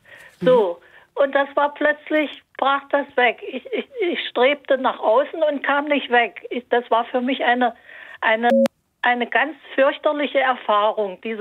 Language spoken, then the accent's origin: German; Dessau, Saxony-Anhalt, Germany; now in Münster, Germany; Ja, also ich fange mal an zu erzählen, dass ich kürzlich erst in meiner Heimatstadt war, in Dessau.